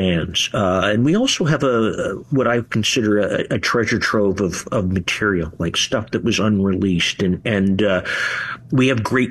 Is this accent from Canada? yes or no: yes; Kingston, Ontario, Canada; I was a kid growing up in Kingston